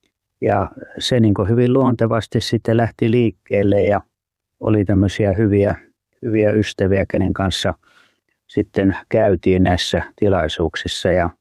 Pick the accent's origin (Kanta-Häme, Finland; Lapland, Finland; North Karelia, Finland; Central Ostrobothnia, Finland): Central Ostrobothnia, Finland; Kokkola; se tapahtui tuolla mun kotikaupungissani Kokkolassa, missä olin keskussairaalassa lääkärinä 79 vuonna.